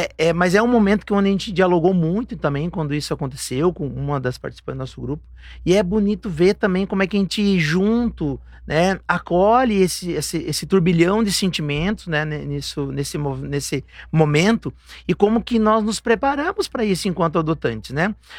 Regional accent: Veranópolis, Rio Grande do Sul, Brazil; Morávamos em São Paulo na época, a gente estava estudando e trabalhando por lá, nós somos aqui de Veranópolis, né?

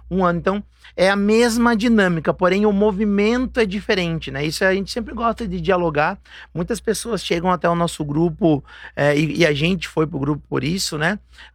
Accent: Veranópolis, Rio Grande do Sul, Brazil; Morávamos em São Paulo na época, a gente estava estudando e trabalhando por lá, nós somos aqui de Veranópolis, né?

